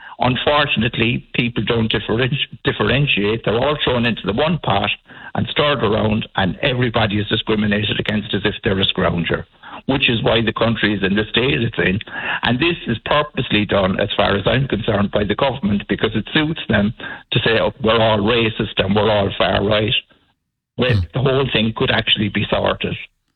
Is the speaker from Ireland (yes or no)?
yes; Ireland; I'm very proud to be Irish